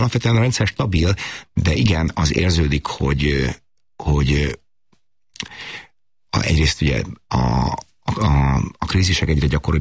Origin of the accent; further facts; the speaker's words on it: Sopron, Győr-Moson-Sopron, Hungary; moved away as an adult; now in Egypt; én egy magyar paraszti családból származom, Sopronban nőttem fel.